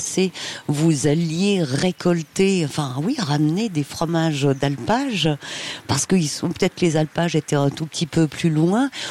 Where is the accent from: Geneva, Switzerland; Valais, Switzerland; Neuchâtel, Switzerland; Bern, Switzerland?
Valais, Switzerland; enfin en tout cas moi en tant que Valaisanne, on imagine une grande cave voûtée des vieilles pierres.